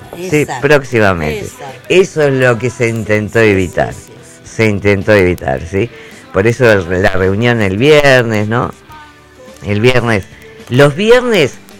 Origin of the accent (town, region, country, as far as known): Argentina